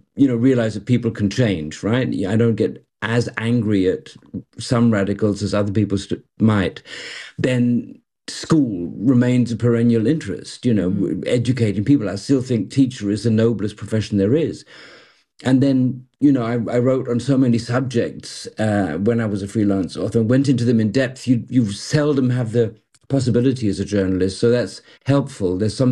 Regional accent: Malaysia; also born or lived in London; now in Germany; as a kid, I was born in London and grew up in the what was then the Federation of Malaya, became Malaysia later.

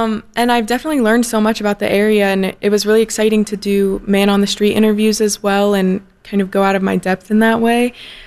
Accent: Pennsylvania, United States; now in Cleveland, United States; I'm from just outside Pittsburgh, Pennsylvania.

